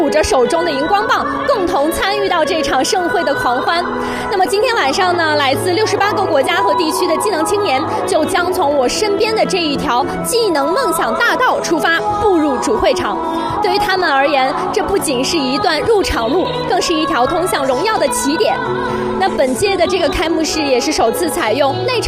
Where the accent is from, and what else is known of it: China